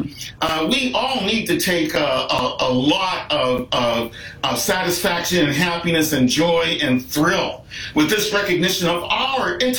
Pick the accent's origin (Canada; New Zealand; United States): Canada; all of us as Canadian writers